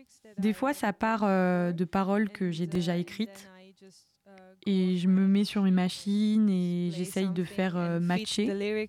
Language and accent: French; Milan, Lombardy, Italy; born there; French is a second language; now in Bologna, Italy; Je suis née à Milan et maintenant j'habite en Bologne. J'ai vécu à Milan 10 ans et j'ai déménagé pour commencer mes études et commencer à faire du chant jazz.